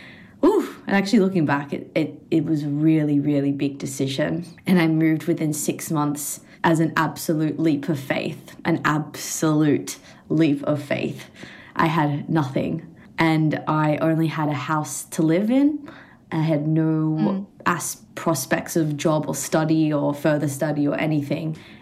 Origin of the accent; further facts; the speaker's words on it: Melbourne, Victoria, Australia; now in United Kingdom; I'm from Melbourne, southeast of suburbs in Melbourne.